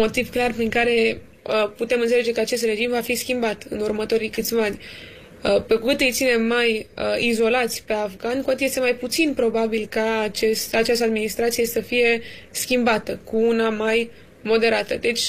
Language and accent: Romanian; Romania; noi, ca și români